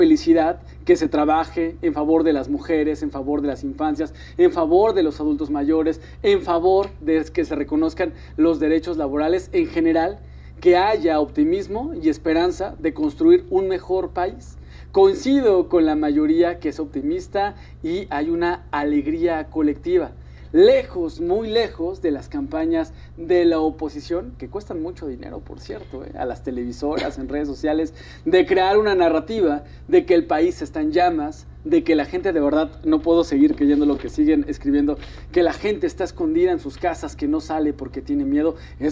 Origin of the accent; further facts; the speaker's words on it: Mexico; como muchos mexicanos, me emociono también con el fútbol.